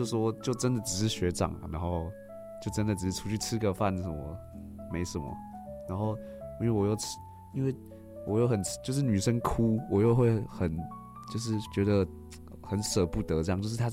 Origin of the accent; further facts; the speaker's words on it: Tainan, Taiwan; 我是台南人呢。